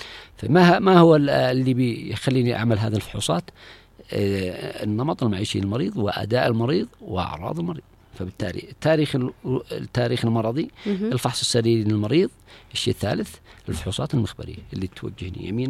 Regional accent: Yemen; عندنا في اليمن

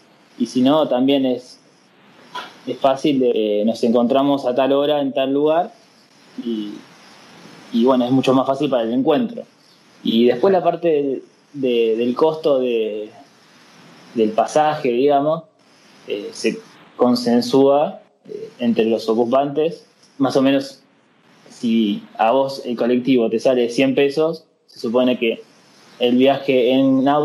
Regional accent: Balcarce, Buenos Aires Province, Argentina; moved away as an adult; now in Tandil, Argentina; soy de Balcarce y vivo en Tandil y quedan a 107 kilómetros de distancia.

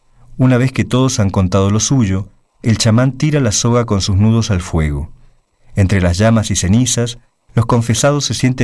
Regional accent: Argentina; now in Mexico

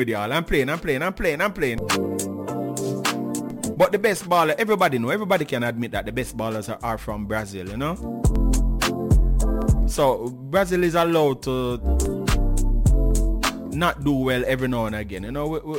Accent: Jamaica; Claudette, I'm a Jamaican.

